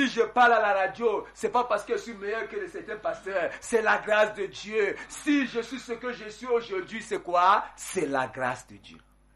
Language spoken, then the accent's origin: French; Côte d’Ivoire; quand j'ai grandi en Côte d'Ivoire